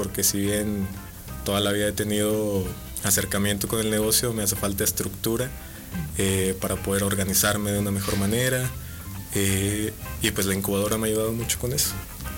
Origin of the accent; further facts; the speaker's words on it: Dolores Hidalgo, Guanajuato, Mexico; Yo soy de Dolores Hidalgo, Guanajuato.